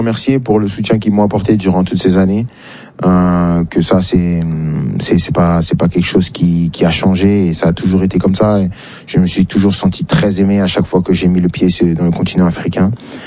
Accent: France; même si moi je suis né en France et j'ai tout fait en France, j'ai jamais coupé le lien avec mes racines, avec mes origines.

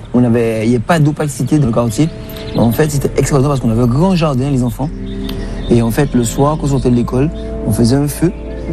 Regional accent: Guadeloupe; now in Paris, France; Mes deux parents sont ici, mais moi je suis né en Guadeloupe.

